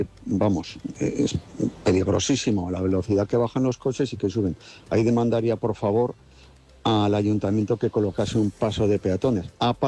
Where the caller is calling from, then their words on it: Zaragoza, Aragon, Spain; de Zaragoza.